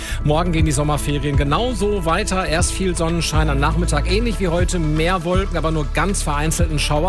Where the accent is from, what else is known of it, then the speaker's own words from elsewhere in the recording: Essen, North Rhine-Westphalia, Germany; Ja klar, ich komme aus Essen, das ist ja Heimspiel, das gehört dazu auf jeden Fall.